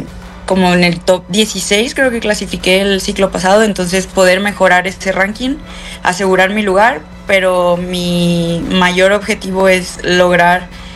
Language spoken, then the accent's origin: Spanish; Mexico; now in Girona, Spain; Este año inicié un ciclo con un nuevo equipo, me mudé fuera de México, ahorita mi base es en Girona, España